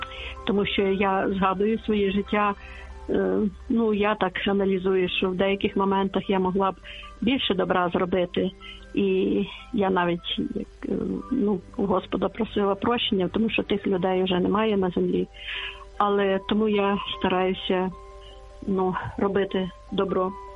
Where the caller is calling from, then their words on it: Lviv, Lviv Oblast, Ukraine; Я зі Львова